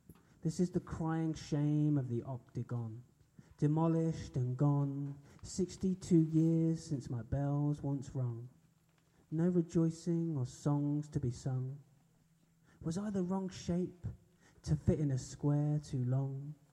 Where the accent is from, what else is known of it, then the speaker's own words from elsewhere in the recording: East of England, United Kingdom; I grew up in Norfolk, on the Norfolk-Cambridge border, and I'm the youngest of seven